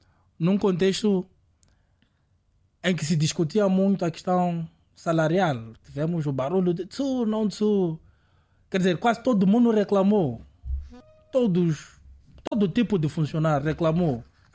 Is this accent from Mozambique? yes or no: yes; Mozambique; nós como moçambicanos